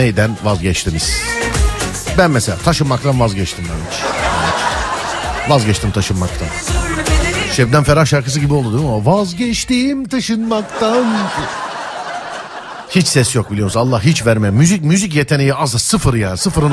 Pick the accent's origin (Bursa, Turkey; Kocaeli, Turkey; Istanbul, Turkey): Istanbul, Turkey; ben doğma büyüme Şişli. Benim köyüm Şişli.